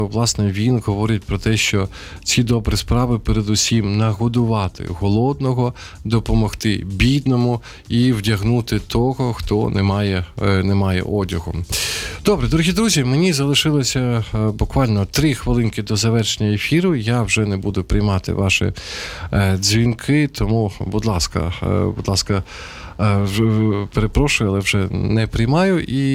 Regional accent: Sumy, Sumy Oblast, Ukraine; я, наприклад, от повернувся зараз із Сум, знову ж таки, моє рідне місто

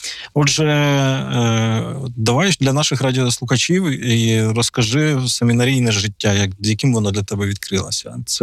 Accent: Polesia, Ukraine; в мене на Полісі на Київському. Це Житомирщина, Київщина, звідки я родом.

